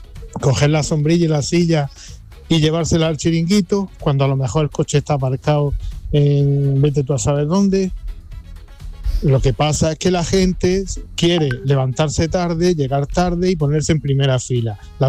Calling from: Madrid, Community of Madrid, Spain; de Madrid.

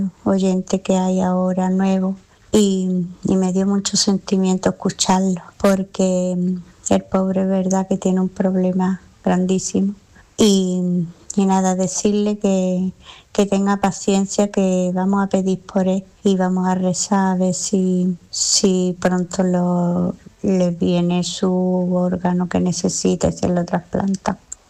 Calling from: Málaga, Andalusia, Spain; de Málaga.

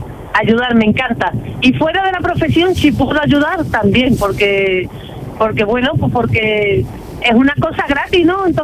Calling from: Peñarroya-Pueblonuevo, Andalusia, Spain; soy de Peñarroya, Pueblo Nuevo.

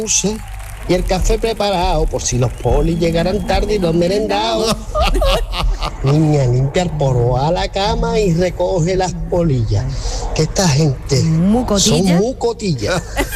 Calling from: Cádiz, Andalusia, Spain; Buenos días, programa de Revolú, desde Cádiz.

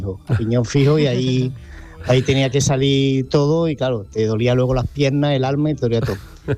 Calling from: Lucena, Andalusia, Spain; llamo desde Lucena, en Córdoba.

